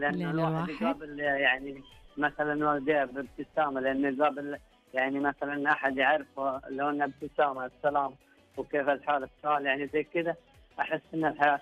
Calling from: Badr, Medina Province, Saudi Arabia; أتكلمكم من محافظة بدر، أحد محافظة منطقة المدينة المنورة.

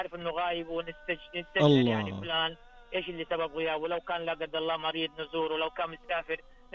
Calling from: Jeddah, Makkah Province, Saudi Arabia

